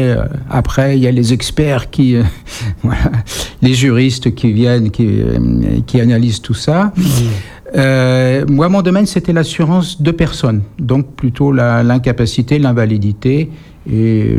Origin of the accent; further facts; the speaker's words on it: Saint-Mandé, Île-de-France, France; born there; Je suis né dans le Val-de-Marne, ah oui, donc bah, à Saint-Mandé.